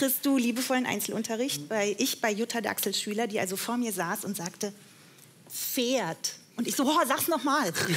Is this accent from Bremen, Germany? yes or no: no; Witten, North Rhine-Westphalia, Germany; now in Berlin, Germany; vielleicht kommt der Stadtteil meinem Ruhrgebiet am nächsten.